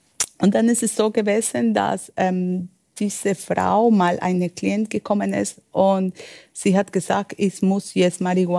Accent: Medellín, Antioquia, Colombia; German is a second language; Ich komme aus Medellin. In den 90er war bei uns so viel mit dem Kartell, mit den Drogen.

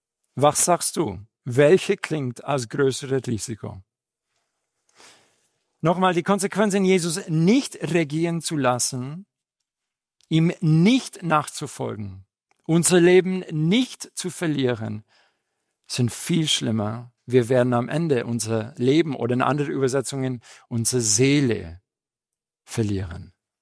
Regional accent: Madrid, Community of Madrid, Spain; born or raised there; German is a second language; also born or lived in Seville / Chicago; now in Fischbach, Germany

